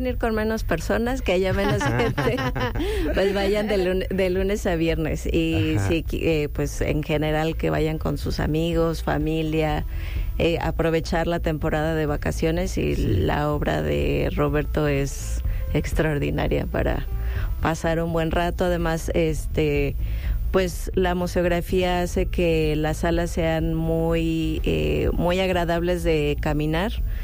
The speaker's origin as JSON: {"language": "Spanish", "country": "Mexico", "said": "nosotros como mexicanos"}